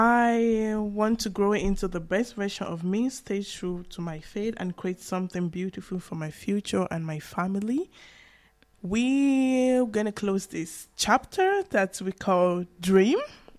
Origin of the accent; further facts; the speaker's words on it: Nigeria; now in Chemnitz, Germany; I'm 17 years old. I come from Nigeria